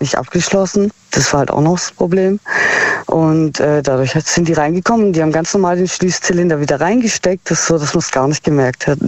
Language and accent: German; Heilbronn, Baden-Württemberg, Germany; Aus Heilbronn.